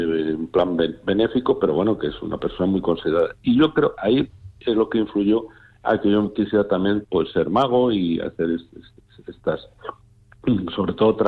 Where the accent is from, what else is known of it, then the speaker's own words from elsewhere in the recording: Zamora, Castile and León, Spain; also born or lived in Peñaranda de Bracamonte, Salamanca; now in Coimbra, Portugal; Yo obviamente me identifico con lo que tú me estás diciendo, de Peñaranda, Zamora, ahora Coimbra, pero... como yo digo, yo no soy ni español ni portugués, soy ibérico, en plan de broma, europeo.